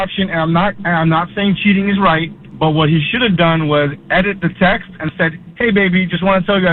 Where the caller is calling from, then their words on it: New York, United States; I'm from New York. I'm sorry. It's a New Yorker, man.